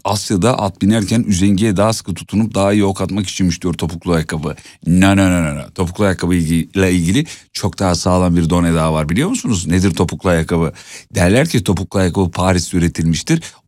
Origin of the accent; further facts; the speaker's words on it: Kocaeli, Turkey; Anne baba Erzurumlu, ben doğma büyüme Kocaeli. Aslım Erzurum yani.